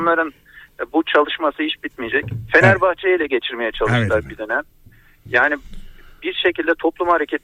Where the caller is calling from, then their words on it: Kayseri, Turkey; ben Kayseri'den